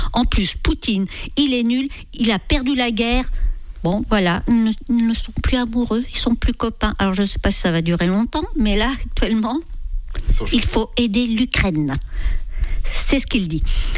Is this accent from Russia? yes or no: no; France; chez nous, en France